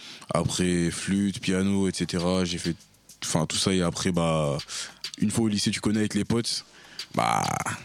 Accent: Côte d’Ivoire; moved away as an adult; now in France; J'ai été en Côte d'Ivoire jusqu'à mes 17 ans.

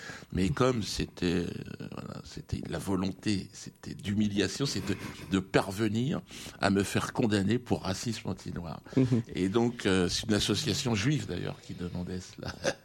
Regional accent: Cameroon; moi j'ai grandi en tant que Camerounais

